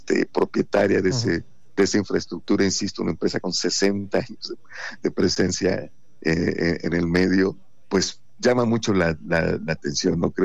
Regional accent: Veracruz, Mexico; moved away; en mi patria chica, allá en Veracruz

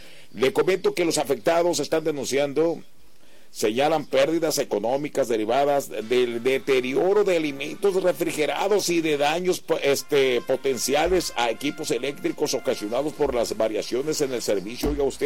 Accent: Bahía de Banderas, Nayarit, Mexico; Somos de acá de Bahía de Banderas.

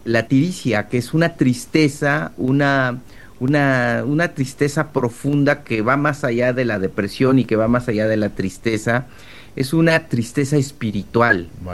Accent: Tezoatlán de Segura y Luna, Oaxaca, Mexico; en la tradición de mi pueblo, por ejemplo, en la Mixteca, en Tezoatlán de Segura y Luna, Oaxaca

